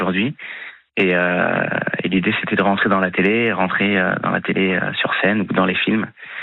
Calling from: Choisy-le-Roi, Île-de-France, France; J'appelle du 94 de Choisy-le-Roi.

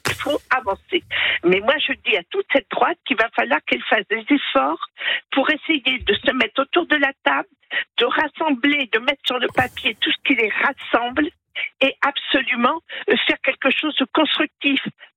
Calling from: La Rochelle, Nouvelle-Aquitaine, France; Charente-Maritime, La Rochelle.

